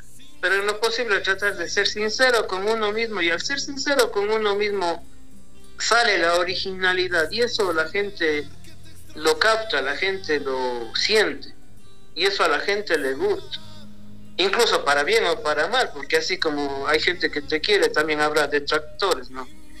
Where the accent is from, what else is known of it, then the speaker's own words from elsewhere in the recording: Cuenca, Azuay, Ecuador; yo soy cuencano, tengo un poco mi, ¿cómo se dice? Curuchupa.